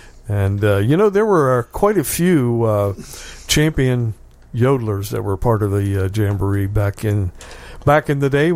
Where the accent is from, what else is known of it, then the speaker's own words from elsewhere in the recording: Wheeling, West Virginia, United States; We're just two silly old country boys, and born and raised in Wheeling.